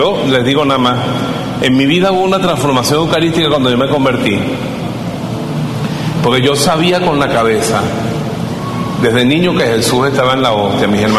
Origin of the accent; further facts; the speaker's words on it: Bejuma, Carabobo, Venezuela; born there; now in Valencia, Venezuela; la Virgen del Carmen que está en Bejuma, en mi pueblo